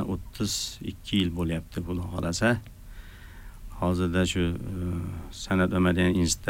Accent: Oqtarban, Xorazm Region, Uzbekistan; born there; now in Tashkent, Uzbekistan; Xorazm viloyati Qo'shko'p tumanida, Oqtarban qishlog'ida tug'ilganman.

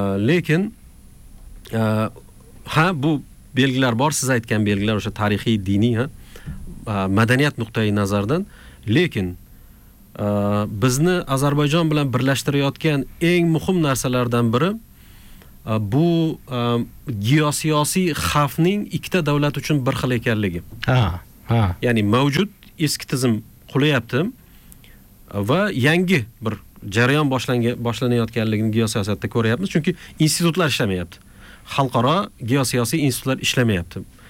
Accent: Khorezm Region, Uzbekistan; Nima Sanjarbek, men o'z Xorazmdanman-ku. Urganch shevasi bilan Azerbayjon tili o'rtasida deyarli farq yo'q.

